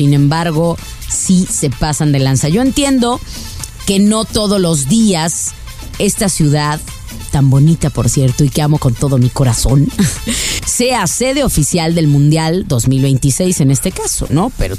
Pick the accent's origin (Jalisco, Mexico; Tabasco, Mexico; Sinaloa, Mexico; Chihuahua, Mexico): Jalisco, Mexico; Guadalajara; now in United States; ya sabes que nosotras somos tapatías, el productor también lo importamos junto con este par de queens porque formaba parte del team allá en Guadalajara, entonces nos lo trajimos aquí a los Estados Unidos